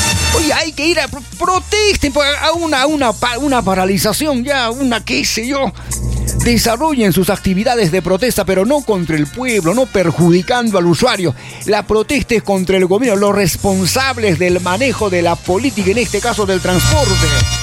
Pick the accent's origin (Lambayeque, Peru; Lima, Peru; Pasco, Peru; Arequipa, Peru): Arequipa, Peru; esto hemos elegido los arequipeños